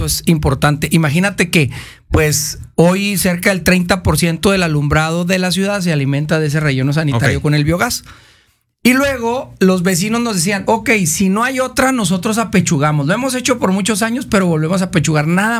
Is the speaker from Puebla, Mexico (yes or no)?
no; Chihuahua, Mexico; como somos los chihuahuenses